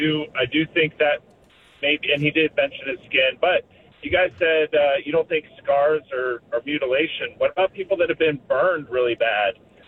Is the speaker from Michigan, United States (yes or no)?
no; Richmond, Virginia, United States; I'm from Richmond, Virginia.